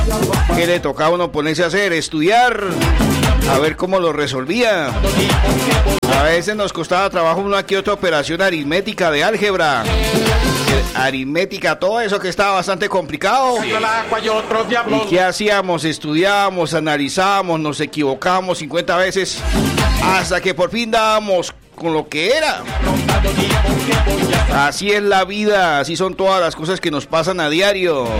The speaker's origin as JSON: {"language": "Spanish", "region": "Santander", "country": "Colombia"}